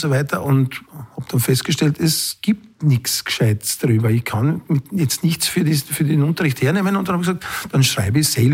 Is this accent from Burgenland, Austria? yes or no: yes; Halbturn, Burgenland, Austria; Also ich bin geboren in Halbturn und bin auch jetzt wieder wohnhaft in Halbturn. Habe eigentlich Halbturn nur während des Studiums und so weiter verlassen. Ansonsten muss ich auch sagen, bin ich ein begeisterter Burgenländer.